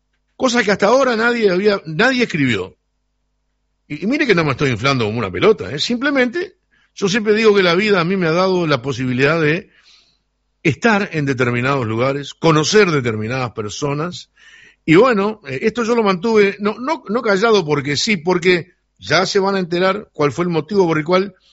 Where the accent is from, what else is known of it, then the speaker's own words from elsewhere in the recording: Sarandí del Yi, Durazno, Uruguay; born there; yo nací en Sarandí del G, el 5 de marzo del año 1960, en el hospital José María Sosa